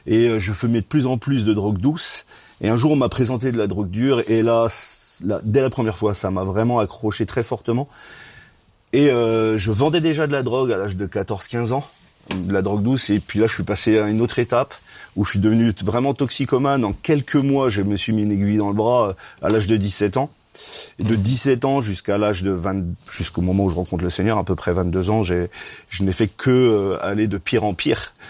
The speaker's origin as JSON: {"language": "French", "country": "Portugal", "said": "mes parents étaient immigrés, nous sommes portugais, voilà, nul n'est parfait."}